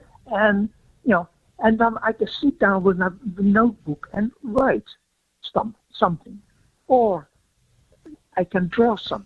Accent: Netherlands; moved away as an adult; I mean, originally I was born in Holland. Holland is a beautiful place. I was brought up down there. I was trained there in graphic arts.

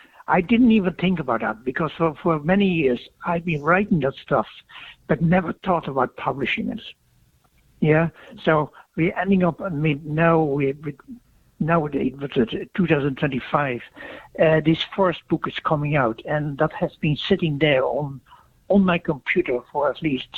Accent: Netherlands; moved away as an adult; I mean, originally I was born in Holland. Holland is a beautiful place. I was brought up down there. I was trained there in graphic arts.

